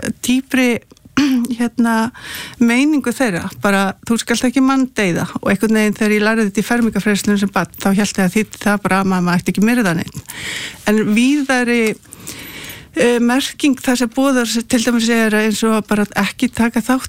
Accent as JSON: {"language": "Icelandic", "town": "Reykjavík", "region": "Capital Region", "country": "Iceland", "tie": "born or raised there", "said": "Ég er alinn upp í Reykjavík"}